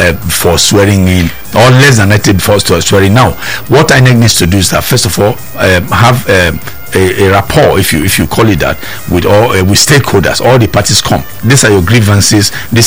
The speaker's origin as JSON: {"language": "English", "country": "Nigeria", "said": "even as I sit here as a Nigerian"}